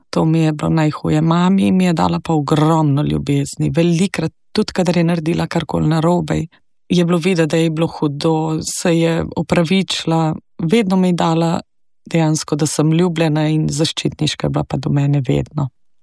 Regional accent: Bohinjska Bela, Upper Carniola, Slovenia; Prihajam iz Gorenjske, iz Bohinjske Bele.

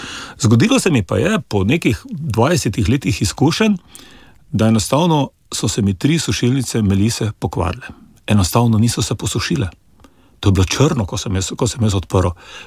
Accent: Celje, Savinja, Slovenia; Jaz sem blokovski otrok, jaz sem doma iz Celja, jaz sem bloko doma in dejansko, bil sem bloko doma in dejansko meni je bil to tuj svet.

